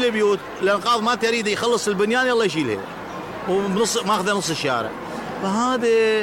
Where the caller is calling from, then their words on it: Basra, Basra Governorate, Iraq; أكو ناس هاجرت من البصرة، أحكي من واقع البصرة أحكي لك هسه